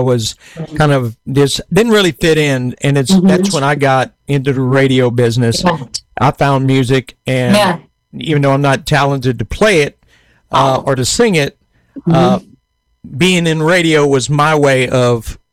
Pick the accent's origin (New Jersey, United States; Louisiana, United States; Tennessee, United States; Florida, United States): Louisiana, United States; now in Arkansas, United States; I mean, I'm from Louisiana, so it's like it's a whole different world.